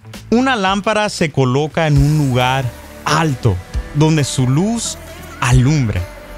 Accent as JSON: {"language": "Spanish", "country": "Mexico", "said": "What's up … soy de México"}